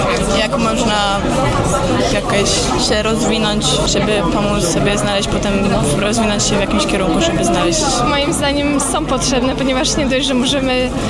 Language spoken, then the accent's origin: Polish; Toruń, Kuyavian-Pomeranian Voivodeship, Poland; Z Torunia.